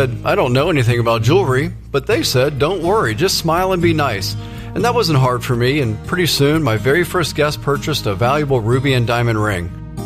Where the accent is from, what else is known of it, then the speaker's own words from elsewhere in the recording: Fredericksburg, Virginia, United States; so I got a job as a bookkeeper at a jewelry store in my hometown of Fredericksburg, Virginia.